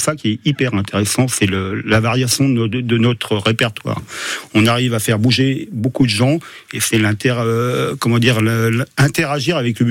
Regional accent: Chinon, Centre-Val de Loire, France; Alors moi, je suis natif de Chinon, je ne vais pas renier mes origines

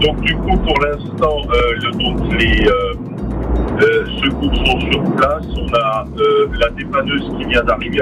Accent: Metz, Grand Est, France; Alors, moi, je viens de Metz.

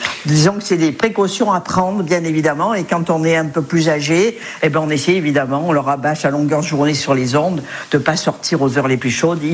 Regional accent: Provence-Alpes-Côte d'Azur, France; comme on dit chez nous, en Provence.

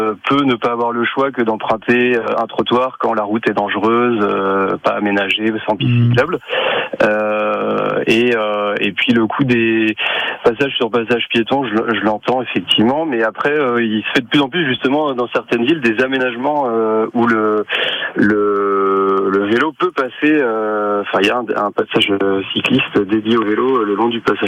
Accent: Angers, Pays de la Loire, France; je suis originaire d'Angers, en fait je suis en vacances dans le coin, ouais. À Miribel-les-Échelles

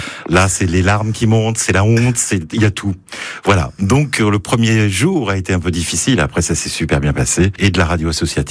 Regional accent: Guéret, Nouvelle-Aquitaine, France; Alors moi, j'ai grandi en Creuse, je suis creusois, guérétois

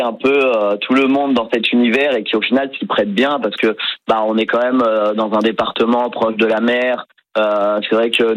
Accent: Saintes, Nouvelle-Aquitaine, France; j'ai grandi à Saintes

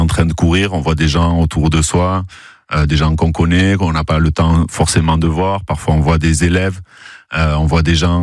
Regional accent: Ustaritz, Nouvelle-Aquitaine, France; moved away as an adult; also born or lived in Bayonne / Marseille; Je suis né à Bayonne, j'ai grandi à Ustaritz et j'ai passé une vingtaine d'années à Marseille.

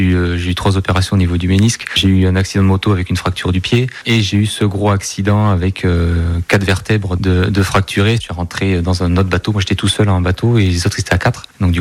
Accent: Bergerac, Nouvelle-Aquitaine, France; Je suis originaire de Bergerac et actuellement à la recherche d'un poste chez les sapeurs-pompiers professionnels.

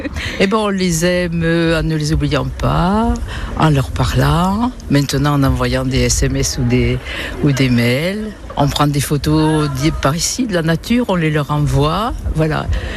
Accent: Southern France, France; accent: Southern French; moved away; On croit que je suis quelqu'un de très bien parce que j'ai l'accent du Sud.

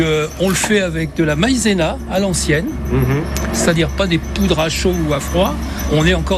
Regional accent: Réunion; moved away; Je suis originaire de La Réunion. Je suis, en fait, la 11e génération de La Réunion.

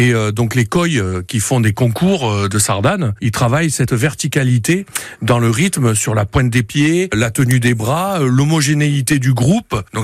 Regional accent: Paris, Île-de-France, France; born there; parce que je suis parisien de naissance

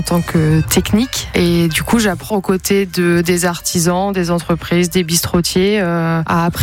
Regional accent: Saint-Malo, Brittany, France; je viens de Bretagne, je viens de Saint-Malo

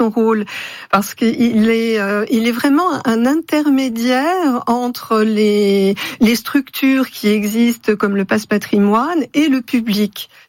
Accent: Grand Est, France; J'ai grandi en Lorraine, voilà. Mais je ne suis pas née en Lorraine.

